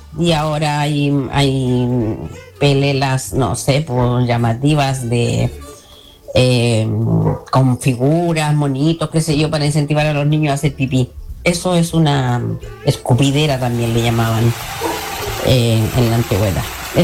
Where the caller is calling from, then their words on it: Concepción, Biobío, Chile; Aquí ya tienen los días reportando sintonía de Concepción.